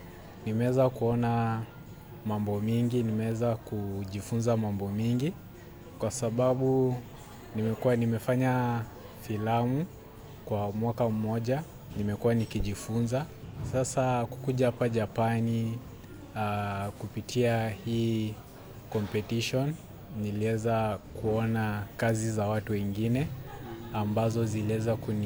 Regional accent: Kibera, Nairobi, Kenya; Nimelelewa Kibra, Nairobi.

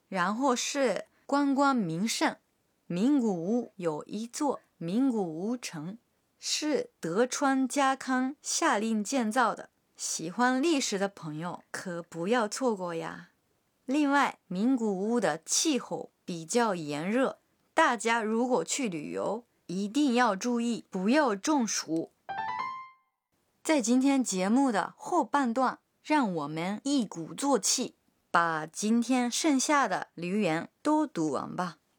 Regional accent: Japan; Chinese is a second language; 我作为一个日本人会感到特别开心的。

